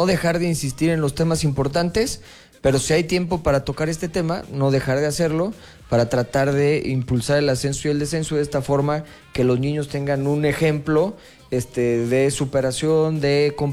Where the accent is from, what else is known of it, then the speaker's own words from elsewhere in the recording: Querétaro, Mexico; de todos los que somos ciudadanos queretanos